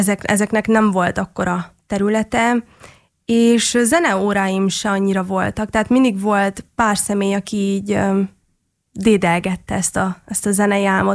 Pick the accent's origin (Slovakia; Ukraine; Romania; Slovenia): Romania; Transylvania; moved away as an adult; now in Budapest, Hungary; erdélyi születésű vagyok, és otthon ennek óriási hagyománya